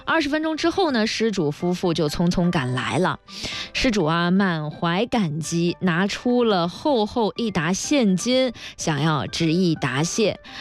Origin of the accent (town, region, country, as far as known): China